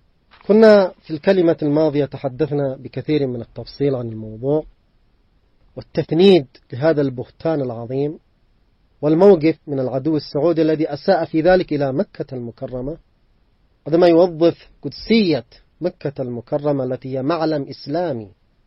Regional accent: Yemen; ونحن كشعب يمني بهويتنا الإيمانية الراسخة

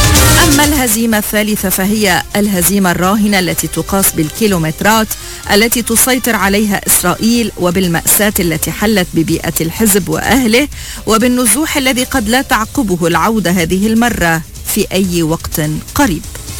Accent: Lebanon; متى نتصارح كلبنانيين أن تحويل الفشل استراتيجي إلى ملحمة صمود ليس استراتيجية ذكية بل حفلة تكاذب؟

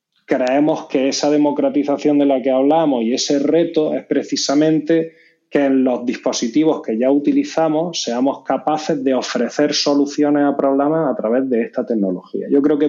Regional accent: Granada, Andalusia, Spain; accent: southern (not northern); A mí por el acento se sabe que del norte no soy, yo soy granadino

